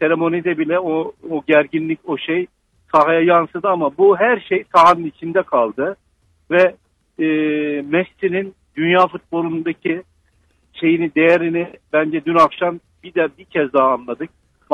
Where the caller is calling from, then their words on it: Ankara, Turkey; Ankara'dan arıyorum